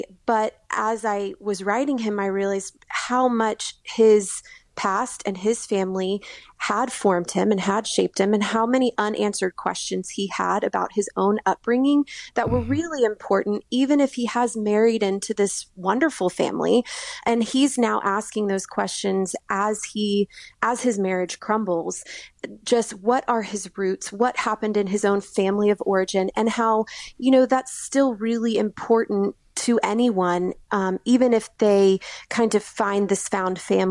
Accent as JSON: {"language": "English", "region": "Texas", "country": "United States", "said": "as Texans."}